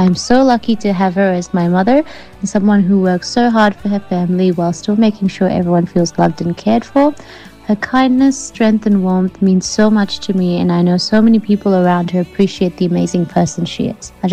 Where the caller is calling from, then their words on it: Launceston, Tasmania, Australia; I'm from Launceston, Tasmania.